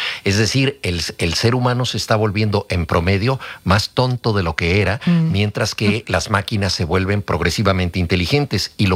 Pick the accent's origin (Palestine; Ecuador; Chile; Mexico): Mexico; lo digo como mexicano